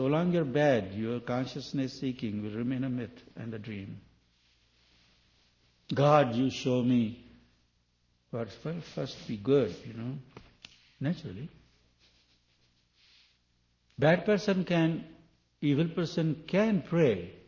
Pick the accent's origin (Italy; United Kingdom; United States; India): India; English is a second language; Not because I'm from India, Sanskrit knowing person a little bit